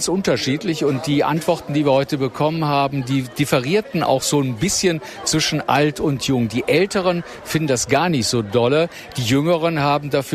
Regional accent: Cologne, North Rhine-Westphalia, Germany; als Kölner

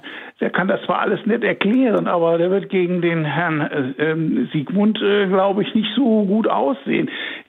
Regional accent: West Germany, Germany; ich bin Bundesbürger, ich bin am Westen aufgewachsen, aber ich habe weitläufig Verwandte in der DDR gehabt und ich war sehr oft auch in der DDR.

